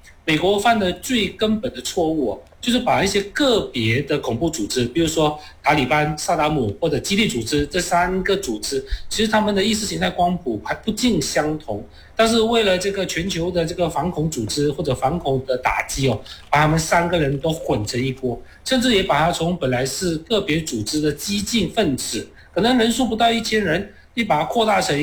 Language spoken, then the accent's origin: Chinese; Malaysia; 而且从我们马来西亚人的了解的语境跟西方人了解的语境里面呢